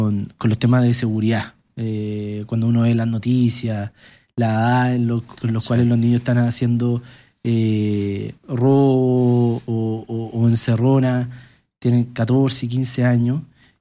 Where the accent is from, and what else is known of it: Colbún, Maule, Chile